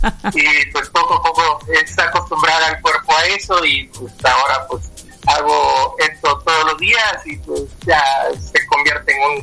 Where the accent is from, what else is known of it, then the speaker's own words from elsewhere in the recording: Chiapas, Mexico; now in Cancún, Mexico; Yo soy chiapaneco, paisano suyo, con orgullo, turulo de corazón.